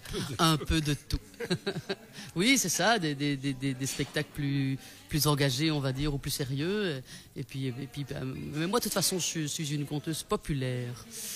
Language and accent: French; Brussels, Brussels-Capital Region, Belgium; Moi je viens de Bruxelles